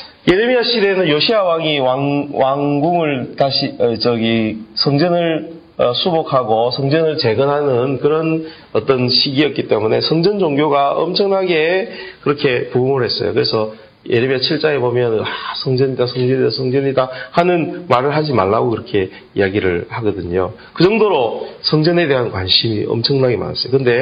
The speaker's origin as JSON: {"language": "Korean", "region": "Gyeongsang", "country": "South Korea", "said": "나는 경상도 사람으로서 이게 무슨 말인지 알겠어요."}